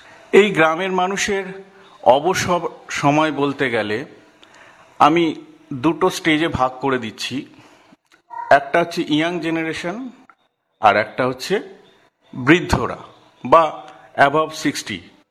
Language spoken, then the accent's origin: Bangla; Dantpur, West Bengal, India; হাওড়া জেলার নলপুর পঞ্চায়েতের অধীন দাঁতপুর গ্রামের বাসিন্দা। ছোটবেলা থেকেই এই গ্রামেই আমার বেড়ে ওঠা